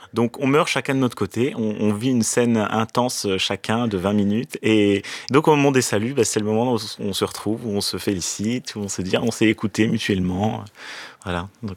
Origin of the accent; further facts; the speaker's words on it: France; je suis français